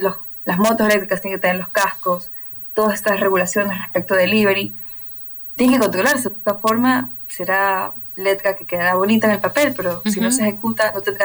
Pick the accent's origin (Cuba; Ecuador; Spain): Ecuador; Guayaquil, Guayas; Te hablo de Guayaquil, que es mi ciudad.